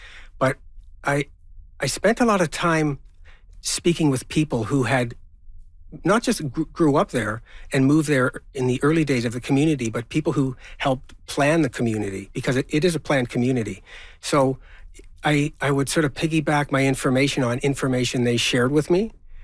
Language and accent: English; Toronto, Ontario, Canada; I was born and raised in Flemingdon Park, and I've always been intrigued by the history, the local history of the community.